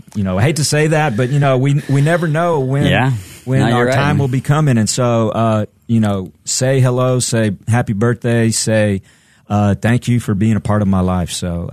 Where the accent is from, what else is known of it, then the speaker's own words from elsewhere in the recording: Odessa, Texas, United States; I am from Odessa, Texas, and man, it gets hot.